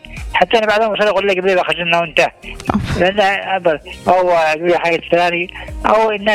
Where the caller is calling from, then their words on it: South Yemen, Yemen; كان عندنا في الجنوب عيد العلم.